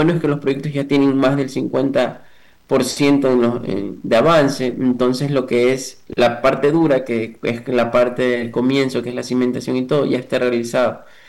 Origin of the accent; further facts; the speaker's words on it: Manabí, Ecuador; yo, que soy manabita